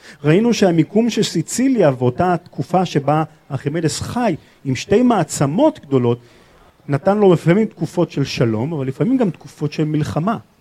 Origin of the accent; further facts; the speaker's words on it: Haifa, Haifa District, Israel; כמי שגדל בחיפה